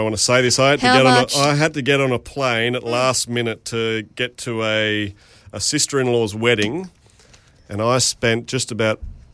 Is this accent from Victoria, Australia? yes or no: no; Alice Springs, Northern Territory, Australia; So in my hometown of Alice Springs, we have a lot of sunshine